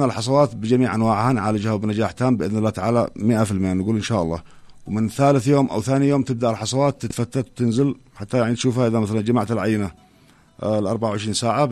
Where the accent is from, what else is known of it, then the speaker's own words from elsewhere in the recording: Yemen; عندنا في اليمن